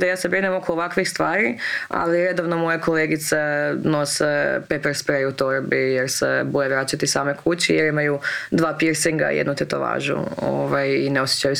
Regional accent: Vukovar, Vukovar-Srijem County, Croatia; odrasla sam u Vukovaru uz grafite Ubi Srbina i to mi je bilo kao nešto standardno.

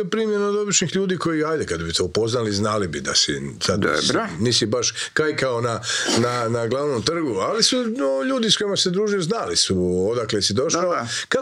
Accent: Zagreb, City of Zagreb, Croatia; ja sam isto iz miješanog braka, imam i taj hrvatski, srpski i razne druge identitete lokalni, tamo gdje si rođen, pa kvartovski, zagrebački

